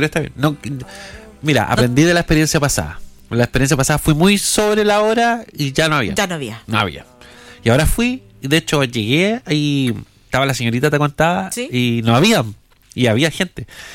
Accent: Chile; Nosotros lo sabemos como chilenos

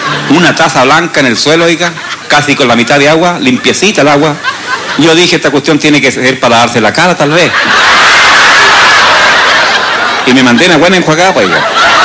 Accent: Chile; La guaracha, amigos, aunque no siendo chilena, llegó con las vitrolas a Chile y en mi tierra la cantábamos así.

